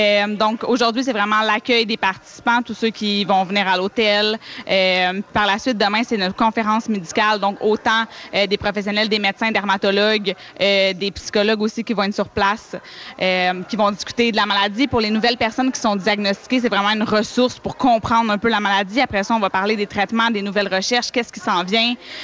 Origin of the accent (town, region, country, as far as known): Quebec, Canada